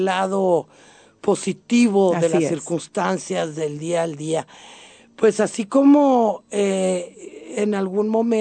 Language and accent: Spanish; Monterrey, Nuevo León, Mexico; Como toda una oaxaqueña con una falda color celeste, como decimos en Monterrey, porque luego en otras partes del mundo, no, de México, no saben esos colores